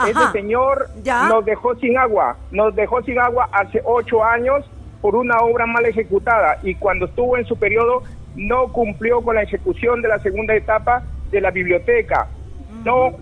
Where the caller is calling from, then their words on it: Lambayeque, Peru; quiero hablarle a mi pueblo de Pueblo Joven Federico Villarreal.